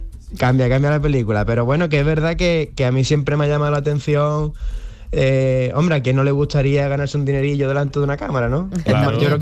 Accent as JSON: {"language": "Spanish", "town": "Cártama", "region": "Andalusia", "country": "Spain", "said": "soy de Cártama"}